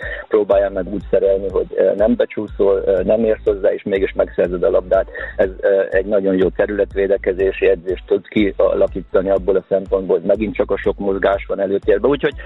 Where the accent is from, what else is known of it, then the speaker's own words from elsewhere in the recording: Odorheiu Secuiesc, Harghita, Romania; gyerekkoromban Székelyudvarhelyen